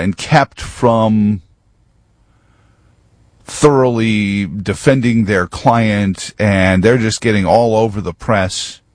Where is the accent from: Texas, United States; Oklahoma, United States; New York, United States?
New York, United States; since growing up in New York and John Gotti was in the U.S. attorney's crosshairs all the time.